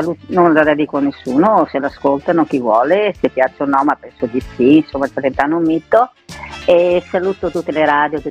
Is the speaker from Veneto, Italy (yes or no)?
yes; Veneto, Italy; accent: Venetian; first language Venetian; io parlo solo il veneto, perché io ci tengo a parlare il mio dialetto.